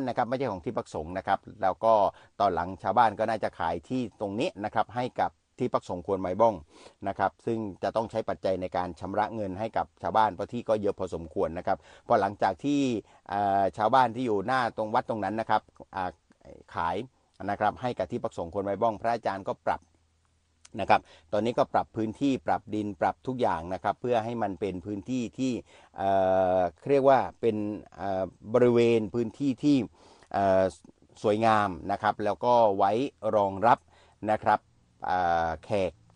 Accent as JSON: {"language": "Thai", "region": "Nakhon Si Thammarat", "country": "Thailand", "tie": "born or raised there", "said": "วันนี้ผมกลับบ้านที่จังหวัดนครศรีธรรมราชนะครับ"}